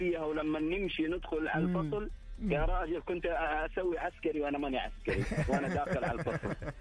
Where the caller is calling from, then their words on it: Jeddah, Makkah Province, Saudi Arabia; انا من جده